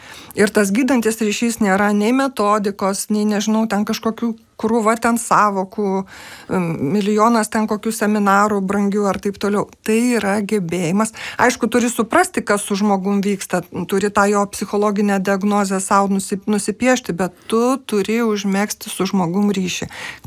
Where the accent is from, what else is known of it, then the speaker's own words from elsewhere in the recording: Šiauliai, Šiauliai County, Lithuania; esu iš Šiaulių, toks miestas, kur ten viskas labai paprastai ir aišku.